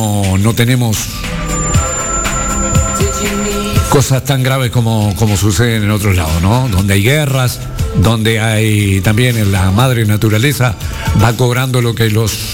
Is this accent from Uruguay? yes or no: yes; Uruguay; nosotros los uruguayos